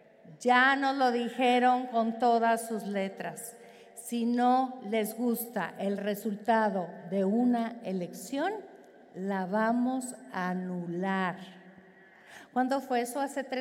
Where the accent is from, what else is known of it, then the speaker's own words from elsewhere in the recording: Mexico; eso no somos los mexicanos